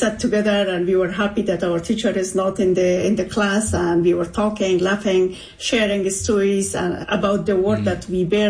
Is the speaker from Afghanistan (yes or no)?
yes; Kabul, Afghanistan; I was born in Kabul city and I lived in different parts of the city, mainly in Sharanao and also in Makroryan later.